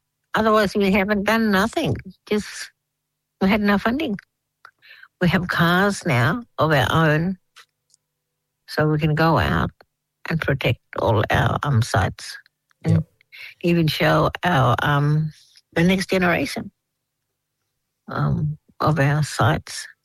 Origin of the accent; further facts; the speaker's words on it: Australia; I'm a Ngala woman. I'm from the Big Grey River. My family clan name is Jingari.